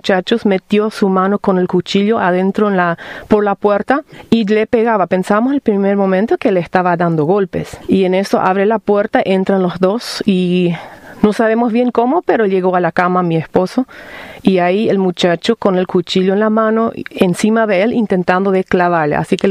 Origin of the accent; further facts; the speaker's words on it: Paraguay; del Paraguay.